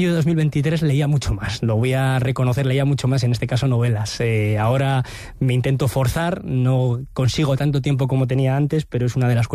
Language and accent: Spanish; Palencia, Castile and León, Spain; Yo soy de San Juanillo, toda la vida he vivido allí hasta que me fui a estudiar fuera de Palencia a la universidad. Estudié en el Sofía Tartilán, tanto infantil como primaria. Luego estudié la ESO en el Victorio Macho, después bachillerato en la Tejera